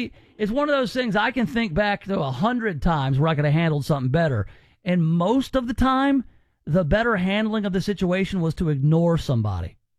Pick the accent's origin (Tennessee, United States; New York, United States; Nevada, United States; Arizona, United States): Tennessee, United States; Memphis; that's why I don't go around saying, and I'm from Memphis. You know, I was born in Whitehaven. I don't do that. I'm from the mean streets of Whitehaven, because the streets of Whitehaven weren't that mean when I was from there.